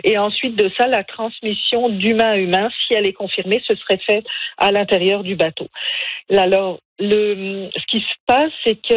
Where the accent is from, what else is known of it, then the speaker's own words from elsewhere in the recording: Canada; chez nous au Canada